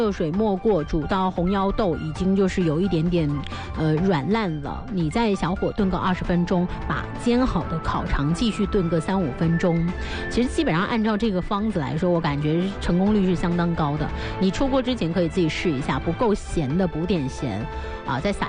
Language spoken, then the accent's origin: Chinese; China